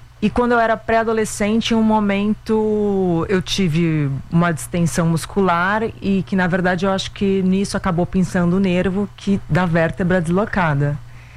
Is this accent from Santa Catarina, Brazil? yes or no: no; Santos, São Paulo, Brazil; now in São Paulo, Brazil; Eu sou de Santos.